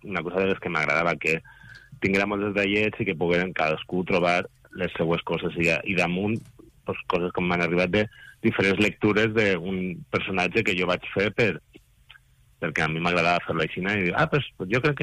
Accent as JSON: {"language": "Catalan", "town": "Guardamar del Segura", "region": "Valencian Community", "country": "Spain", "said": "que també la pots trobar en el meu poble, en Guardamar, i allà era el màster."}